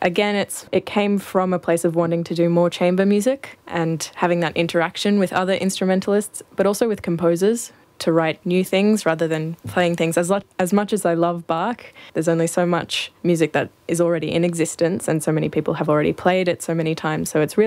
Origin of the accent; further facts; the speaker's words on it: Brisbane, Queensland, Australia; I grew up in Brisbane and my family now lives up on the Sunshine Coast, yes.